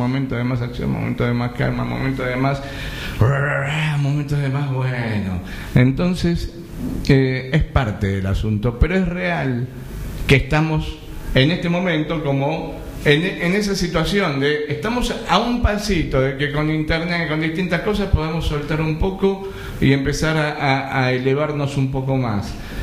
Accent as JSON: {"language": "Spanish", "region": "Buenos Aires", "country": "Argentina", "tie": "born or raised there", "also_born_or_lived": "Acasuso, Argentina", "said": "me había criado todo y había crecido y viví toda la vida en Capital, o si bien nací también en Acasuso, Acasuso es un hermoso barrio de zona norte con mucho verde"}